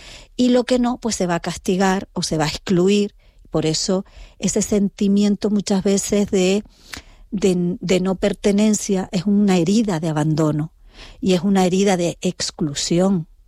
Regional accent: Canary Islands, Spain

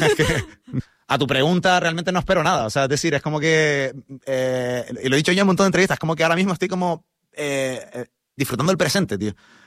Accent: Canary Islands, Spain; Trabajo con un equipo que somos todos canarios

